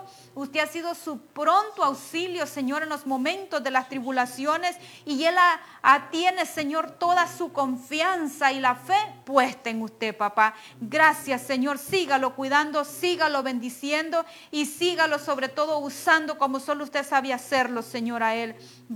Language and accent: Spanish; El Salvador; pero también es doblemente salvadoreña como yo, ¿verdad? Somos del país El Salvador, pero también somos del Salvador del cielo, ¿verdad?